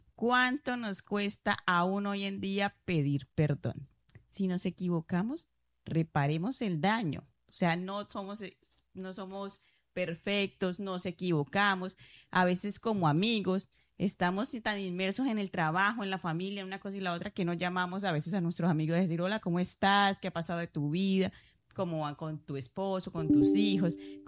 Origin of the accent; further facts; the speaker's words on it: Santander, Colombia; Y como soy santandereana, entonces en el colegio a uno siempre le repetían, siempre adelante, ni un paso atrás